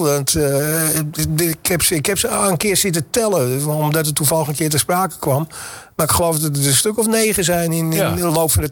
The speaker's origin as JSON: {"language": "Dutch", "town": "Amsterdam", "region": "North Holland", "country": "Netherlands", "lives_now": "Zwijndrecht, Netherlands", "said": "Nee, ik ben een Amsterdammer. En dat kun je ook horen, ook, denk ik."}